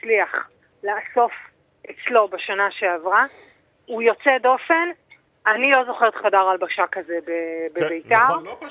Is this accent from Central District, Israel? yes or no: no; Jerusalem, Jerusalem District, Israel; כירושלמית, כביתרית